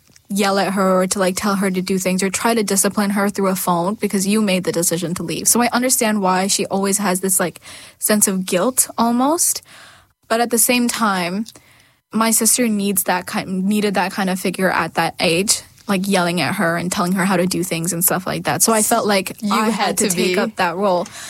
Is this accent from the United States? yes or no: no; India; born there; growing up in India